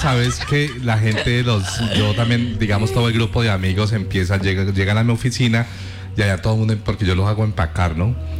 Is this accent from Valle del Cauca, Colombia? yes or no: yes; Valle del Cauca, Colombia; Y más yo que soy súper vallecaucano, que soy súper regionalista